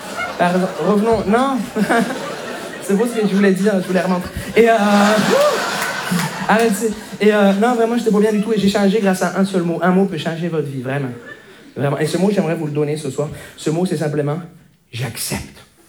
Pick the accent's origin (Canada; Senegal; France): Canada; Montreal, Quebec; je viens de Montréal.